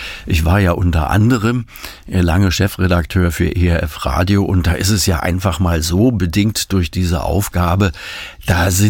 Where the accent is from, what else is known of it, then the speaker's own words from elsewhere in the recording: Berlin, Germany; ich bin und werde immer im Herzen Berliner bleiben, denn ich bin in West-Berlin geboren, dort aufgewachsen